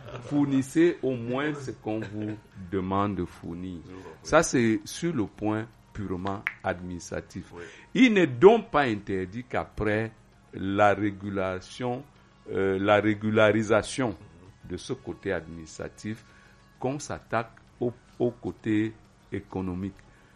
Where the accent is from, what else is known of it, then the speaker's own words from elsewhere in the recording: Cameroon; on est Camerounais